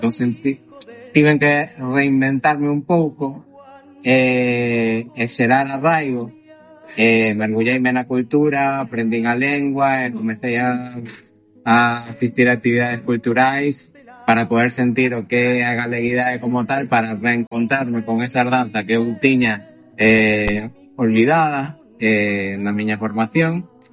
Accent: Caracas, Capital District, Venezuela; moved away as an adult; now in Lugo, Spain; y venezolano. Que tengo raíces de mis abuelos, que eran de Pontevedra, criéme en Venezuela, emigré, ahora estoy aquí, aprendí a hablar galego, que no era mi lengua materna

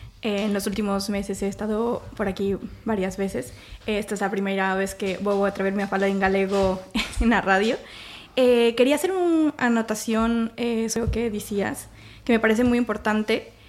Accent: Mexico; Galician is a second language; Eu son mexicana.

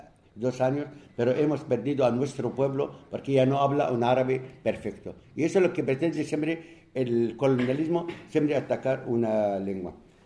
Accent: Palestine; todo mi pueblo está orgulloso de esa acción

